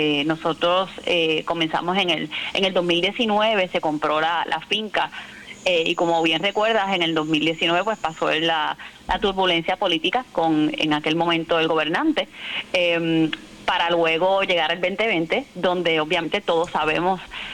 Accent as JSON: {"language": "Spanish", "town": "Ponce", "country": "Puerto Rico", "said": "Yo soy originalmente de Ponce"}